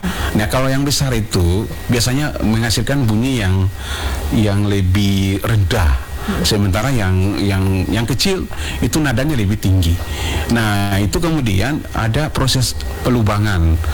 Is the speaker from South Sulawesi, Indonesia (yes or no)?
no; Ambon, Maluku, Indonesia; hari ini kita akan bicara tentang maestronya adalah yang kita orang Ambon bilang Opa Loli.